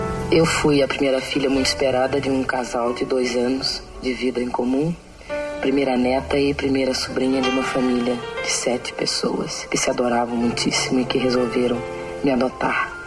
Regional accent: Porto Alegre, Rio Grande do Sul, Brazil; born there; Eu nasci em Porto Alegre, em 1945, no dia 17 de março.

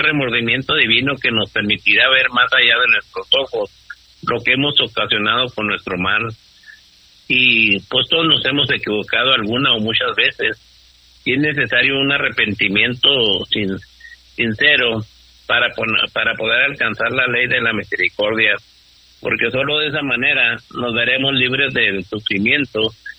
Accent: Delicias, Chihuahua, Mexico; moved away; mi tierra querida, Delicias.

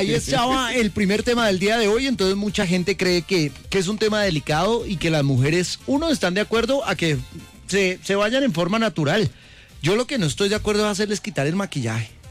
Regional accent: Bogotá, Colombia; No, yo soy de Bogotá.

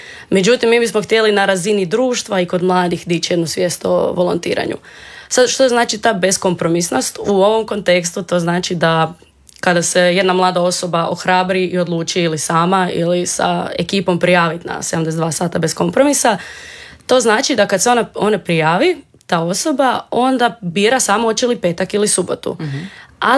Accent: Croatia

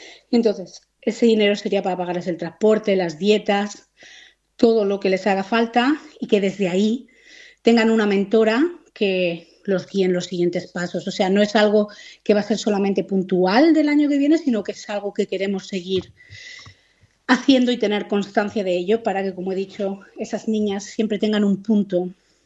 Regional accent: Guardamar del Segura, Valencian Community, Spain; moved away; Pues Guardamar es mi pueblo querido y precioso

